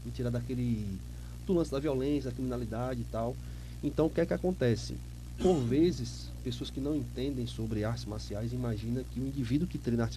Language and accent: Portuguese; Salvador, Bahia, Brazil; sou natural de Salvador, Bahia, Brasil